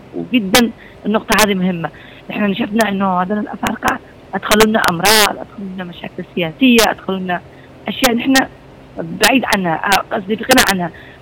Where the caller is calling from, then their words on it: Yemen; نحن كمجتمع يمني